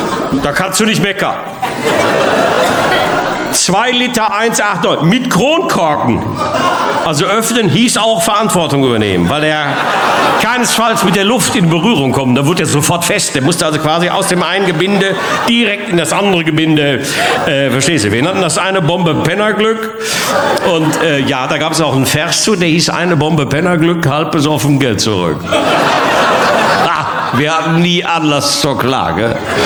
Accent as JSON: {"language": "German", "region": "North Rhine-Westphalia", "country": "Germany", "said": "Jetzt komme ich aus dem Ruhrgebiet und wir bei uns zu Hause, das werden Sie ja nicht kennen, wir sind ja sogenannte Wirkungstrinker."}